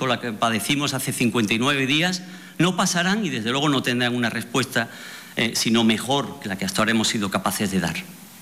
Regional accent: Ceuta, Spain; Yo soy un ceutí, por así decirlo, de la diáspora.

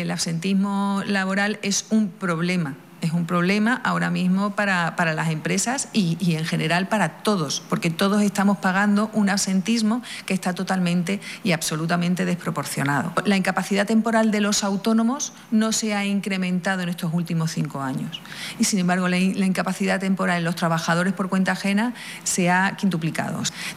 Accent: Spain; nosotros, aunque estemos fuera del territorio aduanero de la Unión, somos españoles

